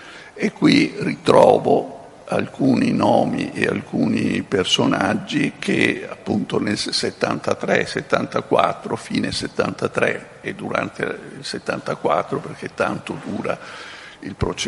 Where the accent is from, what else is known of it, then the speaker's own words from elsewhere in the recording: Veneto, Italy; born there; also born or lived in Schio; io sono nato proprio in quegli anni, cioè alla fine della guerra, e sono nato nel Veneto, dove le cose atroci erano di casa